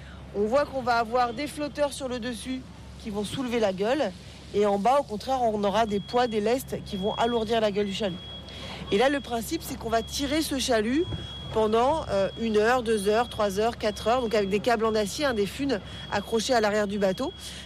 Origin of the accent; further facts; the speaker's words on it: Brittany, France; On dit le bao, sinon chez nous en Bretagne.